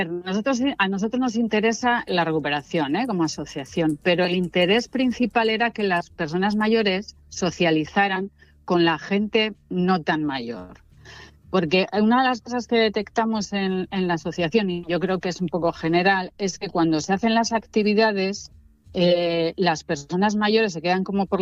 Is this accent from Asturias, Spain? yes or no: yes; Piloña, Asturias, Spain; yo soy de Piloña, mi familia es de Piloña